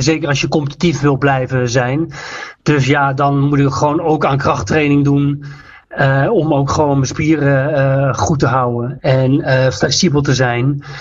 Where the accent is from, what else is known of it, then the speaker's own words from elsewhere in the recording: Utrecht, Netherlands; Utrecht. Ja, ik woon in Utrecht.